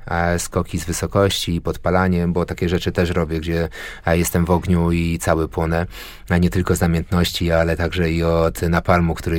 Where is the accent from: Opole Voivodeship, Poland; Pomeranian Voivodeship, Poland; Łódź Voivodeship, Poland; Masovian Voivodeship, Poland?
Łódź Voivodeship, Poland; Łódź; Tak, tak, jestem łodzianinem z krwi i kości. Urodziłem się na Bałutach, wychowałem się na Widzewie, Teofilowie i Rytkini, więc de facto w każdej dzielnicy tutaj w Łodzi mieszkałem